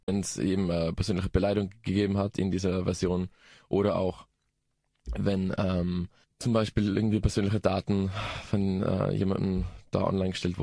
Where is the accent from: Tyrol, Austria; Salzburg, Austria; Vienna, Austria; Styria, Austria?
Tyrol, Austria; Innsbruck; Also es gibt ja bei uns in Innsbruck alle ein, zwei Monate ein lokales Treffen